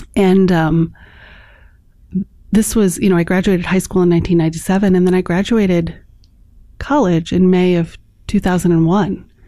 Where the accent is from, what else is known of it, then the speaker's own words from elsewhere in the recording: Chicago, Illinois, United States; I grew up in Chicago, mm-hmm. and I went to a boarding school.